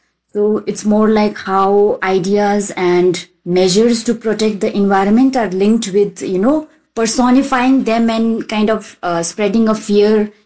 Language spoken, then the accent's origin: English; Spiti Valley, Himachal Pradesh, India; I come from Spiti Valley. I am 25 years old.